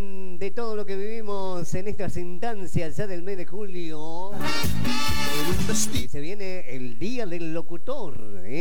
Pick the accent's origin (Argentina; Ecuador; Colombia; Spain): Argentina; somos argentinos